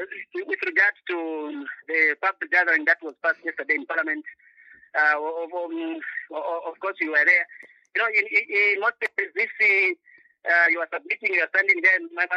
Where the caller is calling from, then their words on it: Lusaka, Lusaka Province, Zambia; you are talking to … here in Lusaka, Kabarana, Manchola.